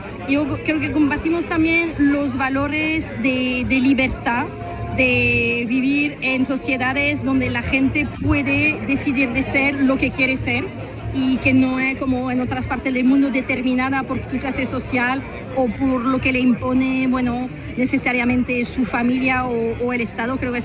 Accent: France; now in Seville, Spain; nosotros porque celebramos nuestra fiesta nacional

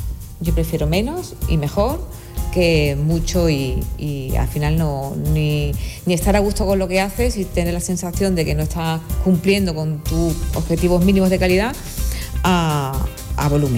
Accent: Algeciras, Andalusia, Spain; also born or lived in Barcelona; soy de Algeciras. Tengo 55 años para 56.

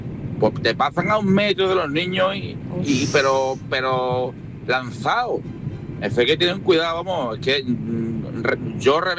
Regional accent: San Fernando, Andalusia, Spain; yo soy de San Fernando y allí esa norma es que se la pasa, vamos, por lo que sea.

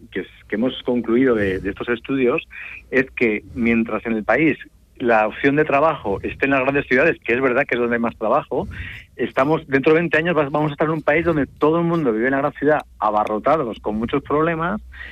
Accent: Palencia, Castile and León, Spain; Yo que soy de Palencia, como os digo

